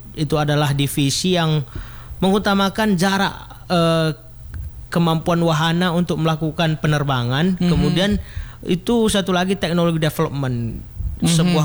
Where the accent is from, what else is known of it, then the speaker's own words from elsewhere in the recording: Aceh, Indonesia; now in West Aceh, Indonesia; asal dari Aceh Singkil. Sekarang kuliah di Universitas Tengku Umar, program studi teknik sipil